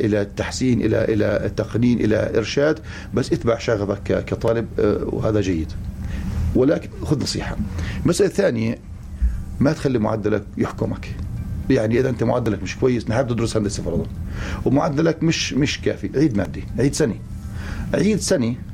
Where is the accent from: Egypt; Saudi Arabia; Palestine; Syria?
Palestine; احنا هذا نفكر فيه كفلسطينيين